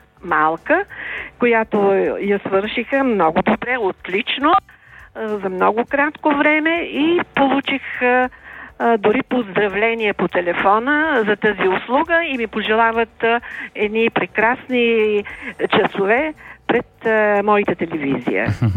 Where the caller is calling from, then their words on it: Sofia, Sofia City, Bulgaria; съм от София.